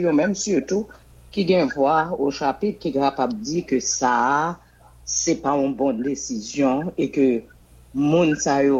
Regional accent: Haiti; moi-même, en tant qu'haïtien, qu'on est là, je commence à fatiguer

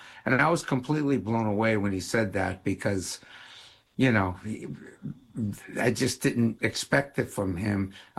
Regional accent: Massachusetts, United States; He knew I was a townie. He knew I was from Massachusetts. He knew I was not cut from the same political cloth or ethnic cloth that most of the politicians were.

